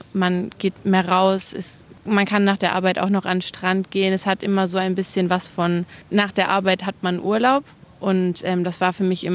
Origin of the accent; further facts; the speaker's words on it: Germany; now in Spain; In gewissen Situationen fühlt man sich vielleicht dann doch noch sehr deutsch geprägt, in anderen Situationen hat man sich sehr an die spanische Kultur angepasst.